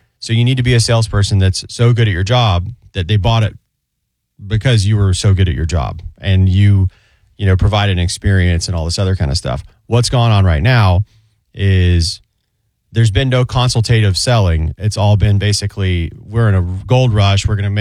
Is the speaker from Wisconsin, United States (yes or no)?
no; Sawgrass, Florida, United States; I grew up in Sawgrass, the TPC, the Players side of Sawgrass.